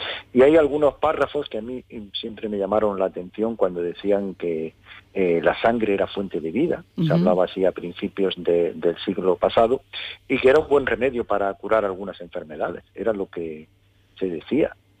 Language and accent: Spanish; Almería, Andalusia, Spain; Yo que soy de Almería